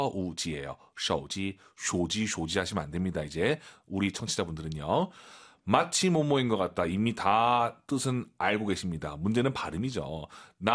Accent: Beijing, China; moved away; 저는 북경 출신이기 때문에

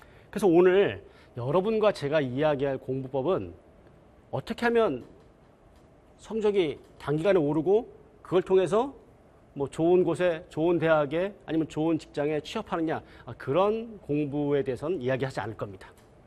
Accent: South Korea; 한국에 제가 2010년에 귀국했는데

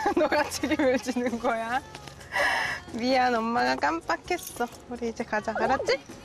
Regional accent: South Korea; 저는 성격이 급하니까 한국 사람답게

